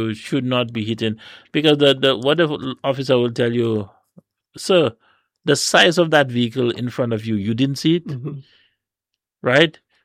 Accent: St. Lucia

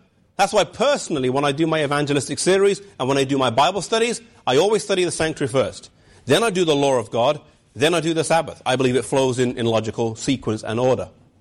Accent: England, United Kingdom; moved away; Now, I come from England.

